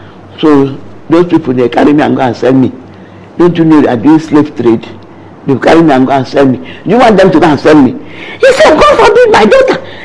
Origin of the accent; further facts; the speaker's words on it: London, United Kingdom; born there; also born or lived in Nigeria; Well, I was born in London, okay? So that's the only place I've been to that is not Nigeria.